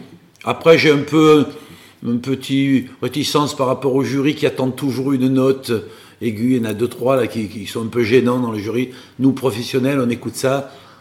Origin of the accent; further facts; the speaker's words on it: Corsica, France; chez moi, en Corse